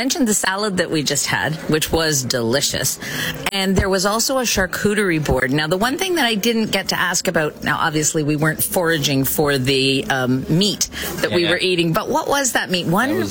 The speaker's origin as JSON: {"language": "English", "town": "Niagara", "region": "Ontario", "country": "Canada", "said": "I'm from Ontario. Yeah, I'm from Niagara."}